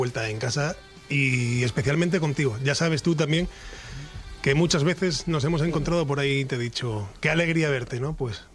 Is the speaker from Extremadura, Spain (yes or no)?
yes; Extremadura, Spain; moved away as an adult; now in United States